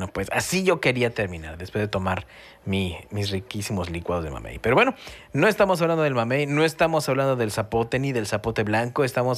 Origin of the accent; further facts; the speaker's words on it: Mexico City, Mexico; moved away; allá en mi pueblo, en el Distrito Federal, en la Ciudad de México hoy día